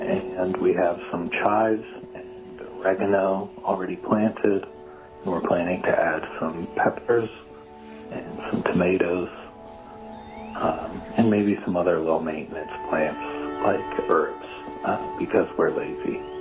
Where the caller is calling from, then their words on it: Holyoke, Massachusetts, United States; from Holyoke, Massachusetts.